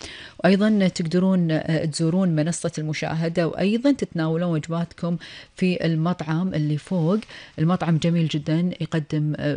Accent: Kuwait; يجون دولتنا الحبيبة الكويت على زيارتها،

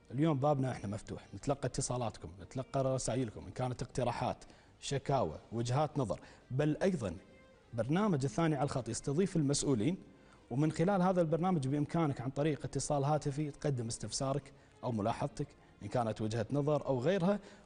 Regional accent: Kuwait; accent: Kuwaiti; نتحدث بكل بساطة إلى المواطن الكويتي بلهجتنا الكويتية،

